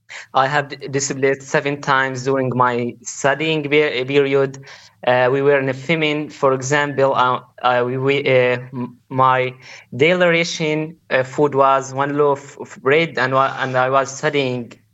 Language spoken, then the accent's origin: English; Gaza, Gaza Strip, Palestine; English is a second language; I am 19 years old and I live in Gaza. I am a student from Gaza, and I want to tell you my story in short.